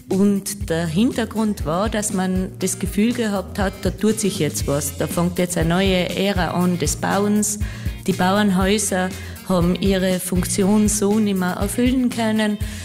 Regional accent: Tyrol, Austria; now in Carinthia, Austria; Ich komme aus dem Ötztal, das ist natürlich ein enges Tal, da haben wir eine höhere Besiedlung.

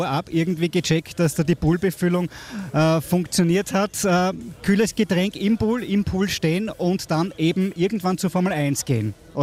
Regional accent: Austria; hat uns Österreicher belächelt

